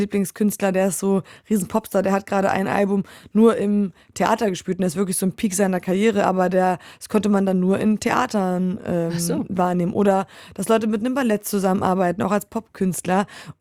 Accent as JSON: {"language": "German", "country": "Poland", "tie": "born there", "moved": "yes", "said": "ich habe relativ wenig Akzent, dadurch, dass ich da groß geworden bin"}